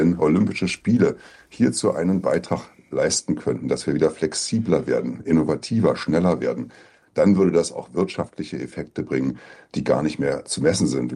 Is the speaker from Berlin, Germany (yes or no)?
yes; Berlin, Germany